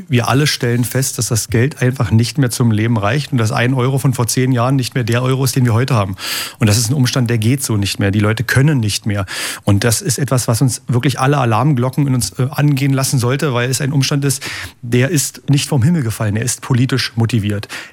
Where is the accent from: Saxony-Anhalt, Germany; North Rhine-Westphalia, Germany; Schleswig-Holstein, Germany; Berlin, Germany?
Saxony-Anhalt, Germany; Das machen die Menschen in Sachsen-Anhalt und da bin ich sehr stolz auf meine Heimat